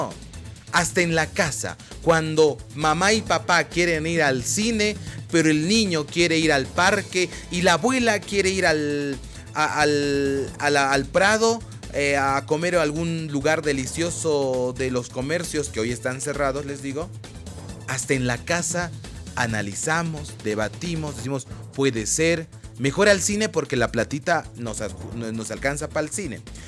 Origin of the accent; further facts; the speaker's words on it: Bolivia; Somos ciudadanos bolivianos